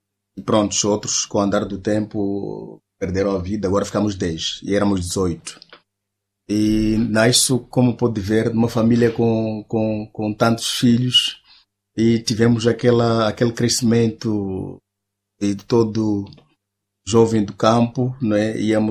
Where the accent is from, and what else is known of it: Gondola, Manica, Mozambique; born or raised there; first language Chute; Portuguese is a second language; moved away